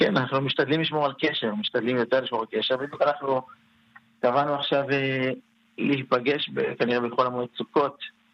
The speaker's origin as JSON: {"language": "Hebrew", "town": "Ashdod", "region": "Southern District", "country": "Israel", "said": "אנחנו מאשדוד."}